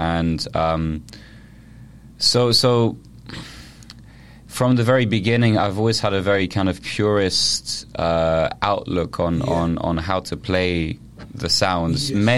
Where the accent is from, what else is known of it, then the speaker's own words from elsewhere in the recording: Paris, Île-de-France, France; now in London, United Kingdom; I grew up with a British dad. I grew up in Paris.